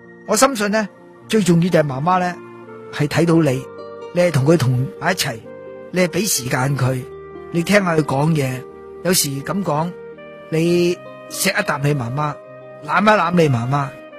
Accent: China; 母亲节我们中国人就未必有这个这样的观念的，但西方呢就很强调这个的母亲节的。

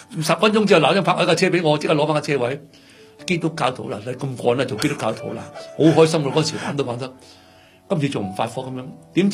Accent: China; 点解大家有个中国人嘅社会，点解你基督西方文化点解入侵我中国人嘅思想？

